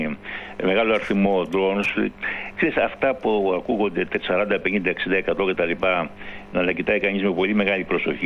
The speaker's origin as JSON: {"language": "Greek", "town": "Kalamata", "region": "Peloponnese", "country": "Greece", "said": "εμείς από την Καλαμάτα"}